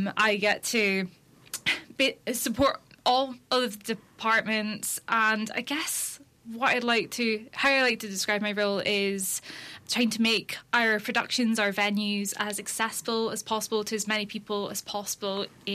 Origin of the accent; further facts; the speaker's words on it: Aberdeen, Scotland, United Kingdom; my hometown of yeah. Aberdeen.